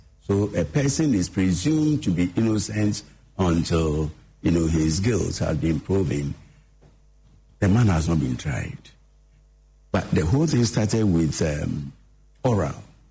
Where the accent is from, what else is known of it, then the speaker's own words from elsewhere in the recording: Ghana; There are certain things that, as a Ghanaian, I think we shouldn't make, you know, heavy weather off.